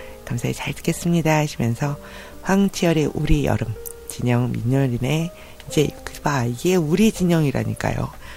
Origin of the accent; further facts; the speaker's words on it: Busan, South Korea; 여튼 부산은 저한테는 또 제2의 고향이라 어렸을 때부터 가서 살아서 네, 부산은 눈을 감으면 그냥 모든 게 다 떠오릅니다.